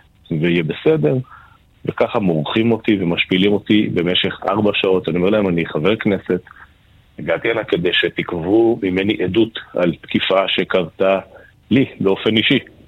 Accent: Mitzpe Yericho, West Bank, Palestine; הגעתי ליישוב מצפה יריחו, שבו גדלתי

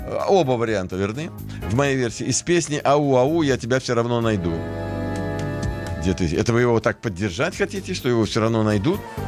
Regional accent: Kerch, Crimea, Ukraine; now in Israel; Я израильтянин. Я не понимаю, почему вы их сюда посылаете, эти вопросы. Я израильтянин из Крыма, Керчи, там, где Багировский ров, где гитлеровцы уничтожили 7 тысяч евреев

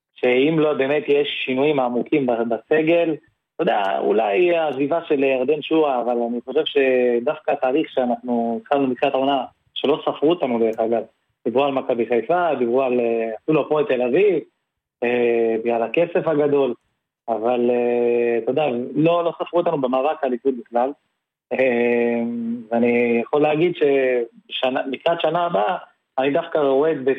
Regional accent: Kiryat Ekron, Central District, Israel; אני שגדלתי בקריית עקרון

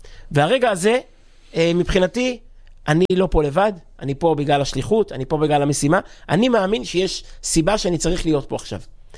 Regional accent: Kfar Chabad, Central District, Israel; גדלנו שנינו בכפר חב"ד

